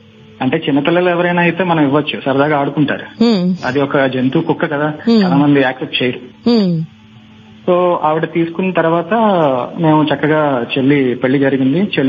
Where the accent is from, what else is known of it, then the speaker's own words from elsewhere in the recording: Visakhapatnam, Andhra Pradesh, India; now in Hyderabad, India; So నేను విశాఖపట్నం నుంచి ప్రస్తుతం హైదరాబాద్ లో జాబ్ చేస్తున్నాను.